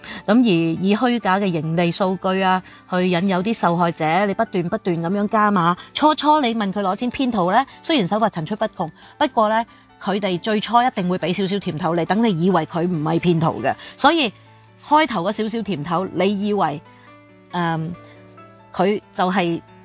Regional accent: Qingyuan, Guangdong, China; 我係清遠人。

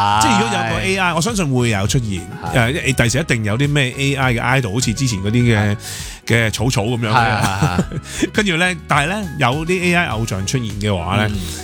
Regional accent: Hong Kong; 我香港人

